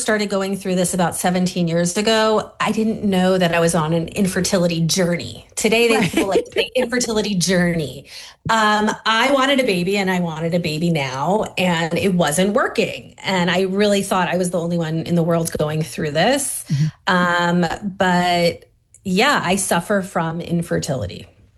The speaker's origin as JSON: {"language": "English", "country": "United States", "moved": "yes", "said": "we're American"}